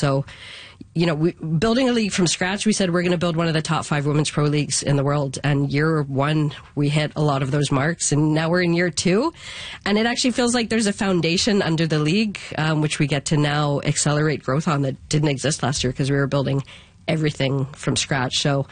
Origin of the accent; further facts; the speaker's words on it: Oakville, Ontario, Canada; And I had that because I grew up in Oakville, Ontario, that had a big youth soccer club. I was near Toronto that had access to a youth national team pathway.